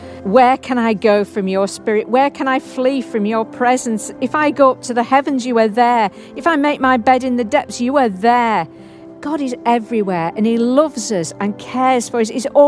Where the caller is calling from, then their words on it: North West England, United Kingdom; I'm from Lancashire.